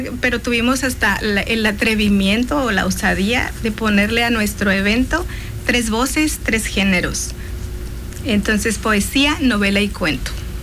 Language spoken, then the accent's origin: Spanish; Sonora, Mexico; somos sonorenses